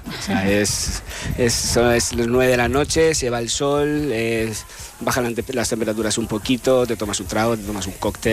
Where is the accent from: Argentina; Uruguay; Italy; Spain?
Spain; Casar de Cáceres, Extremadura; Yo soy extremeño. Extremadura por bandera, soy del Casar de Cáceres, guiño, de la torta del Casar.